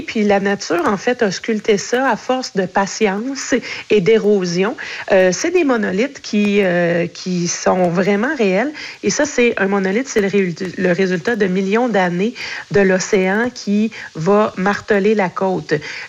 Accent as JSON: {"language": "French", "region": "Quebec", "country": "Canada", "said": "Chez nous, en Mangani"}